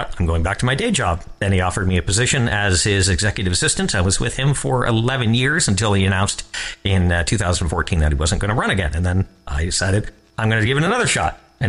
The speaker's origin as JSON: {"language": "English", "town": "Bobcaygeon", "region": "Ontario", "country": "Canada", "tie": "born or raised there", "said": "So I grew up in Bob Cajun, and I went to post-secondary for journalism, came back"}